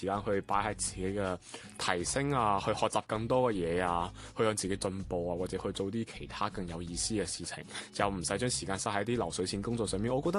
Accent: Macau; 啊，各位，

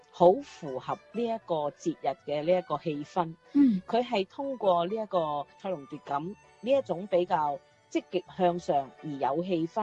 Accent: Guangdong, China; 我哋廣東

